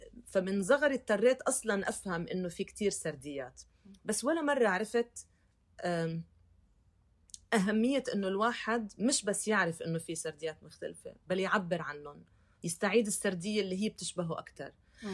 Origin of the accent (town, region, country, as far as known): Lebanon; born or raised there